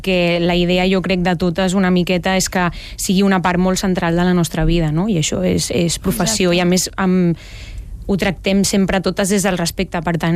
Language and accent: Catalan; Barcelona, Catalonia, Spain; jo sóc del barri de la Prosperitat de Barcelona.